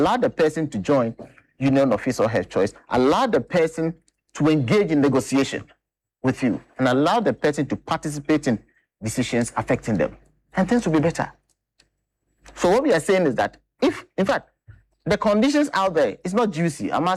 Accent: Bono, Ghana; I'm from Bongahafu or Bono region.

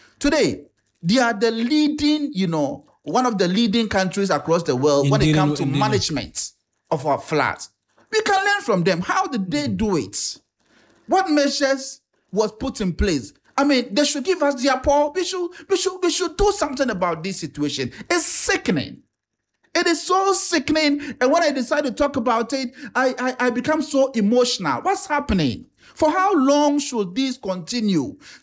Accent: Ghana; our attitude as Ghanaians

